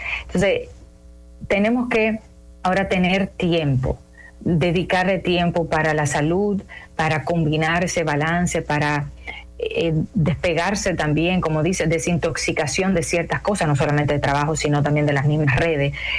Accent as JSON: {"language": "Spanish", "country": "Dominican Republic", "said": "esa resiliencia nos marca como dominicanos."}